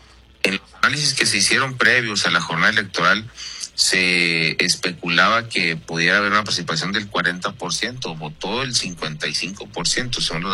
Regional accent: Chihuahua, Mexico; born there; Yo nací en Chihuahua. Mi familia es del municipio de Guerrero, ahí en a 168 kilómetros de la capital. Toda mi familia es de allá. Mi papá es de una comunidad que se llama Basúchil, él nació ahí, mi mamá en el municipio de Guerrero

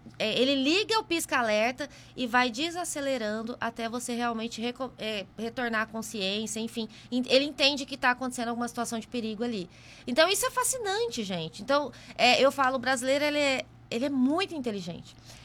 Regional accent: Mato Grosso, Brazil; moved away; E eu vim pra cidade litorânea, eu sou lá do Mato Grosso, e eu tenho essa experiência, o porta-malas é gigantesco.

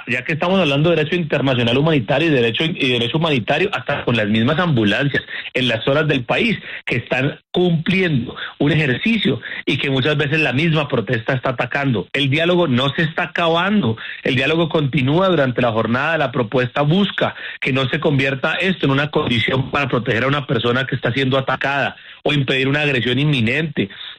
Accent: Santander, Colombia; yo he acompañado a la protesta pacífica que en mi tierra hemos hecho en las manifestaciones para el mal, contra el mal manejo de los peajes en la vía Bucaramanga-Bogotá, ruta principal

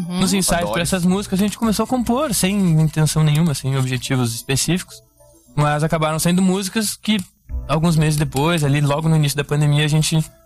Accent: Rio Grande do Sul, Brazil; Tem rock argentino, tem música gaúchesca, porque somos gaúchos, né?

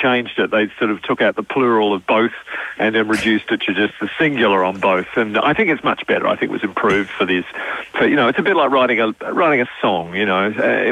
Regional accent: South Australia, Australia; I come from South Australia

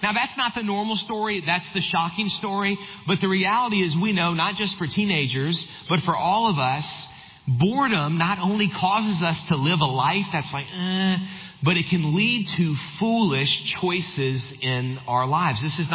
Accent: New Orleans, Louisiana, United States; I grew up in South Louisiana, New Orleans area.

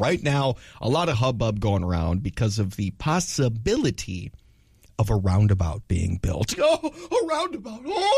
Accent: South Dakota, United States; born there; moved away

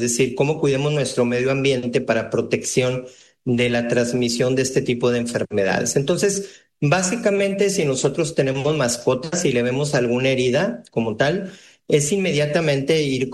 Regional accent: Mexico; si vengo de México y estoy pasando esto, pues no lo estoy pasando ni de contrabando, o sea, estoy pasándolo aquí en mi país.

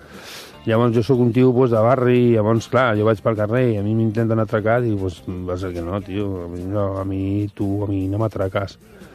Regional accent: Barcelona, Catalonia, Spain; Sí, sí, tot soc del Raval de tota la vida, els meus avis, els meus besavis també.

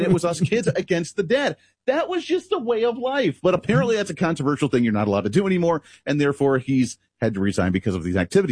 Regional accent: Ohio, United States; I grew up in Ohio area where we had about 10 apple trees.

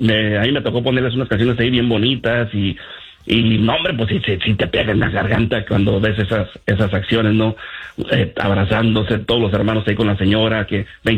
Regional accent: Mexico; Yo soy mexicano hasta las cachas

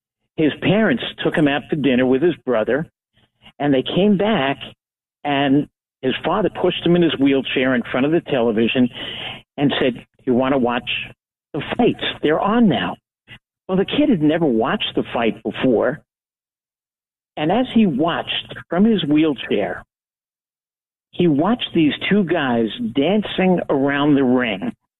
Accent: Long Island, New York, United States; I grew up on Long Island. I'm a Long Islander through and through and through.

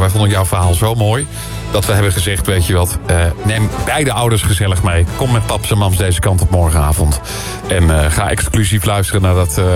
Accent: Eindhoven, North Brabant, Netherlands; born there; Ik ben geboren in Eindhoven.

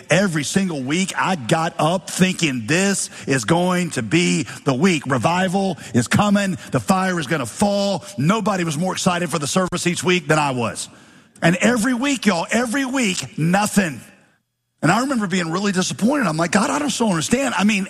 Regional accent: Winston-Salem, North Carolina, United States; born or raised there

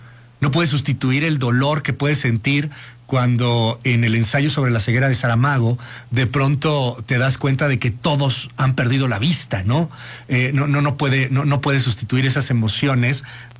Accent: Mexico; ya perdimos como mexicanos

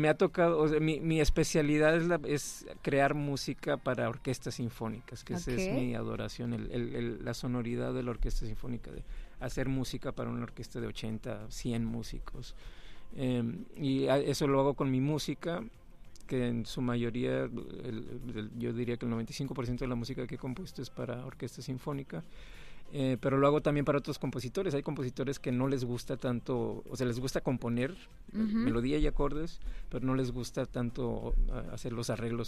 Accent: Monterrey, Nuevo León, Mexico; contento de estar aquí en mi ciudad natal.

